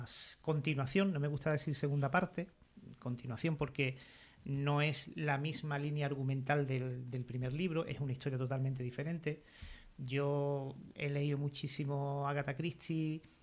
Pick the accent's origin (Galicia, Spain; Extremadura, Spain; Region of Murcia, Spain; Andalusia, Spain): Andalusia, Spain; Cádiz; Y creo que los que somos de Cádiz somos los primeros que tenemos que querer a Cádiz